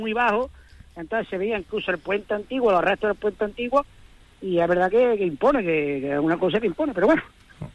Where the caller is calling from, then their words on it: Andalusia, Spain; Hablando de mi tierra, digo, pues tenía el mejor marisco, digo, pero el mejor vamos en los pedroches.